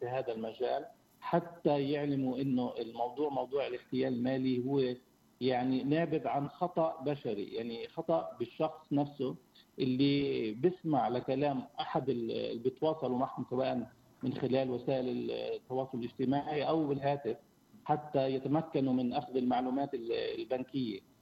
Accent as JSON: {"language": "Arabic", "country": "Palestine", "said": "عندنا بفلسطين"}